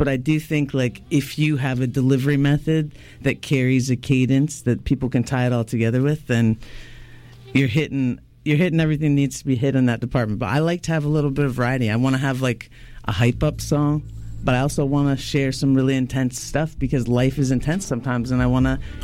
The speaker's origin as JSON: {"language": "English", "town": "London", "region": "Ontario", "country": "Canada"}